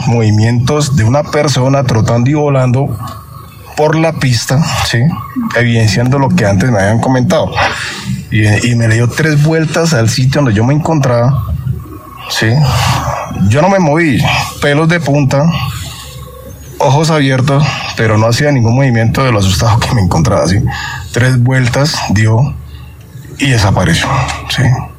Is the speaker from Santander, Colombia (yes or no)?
yes; Bucaramanga, Santander, Colombia; Yo soy de Bucaramanga.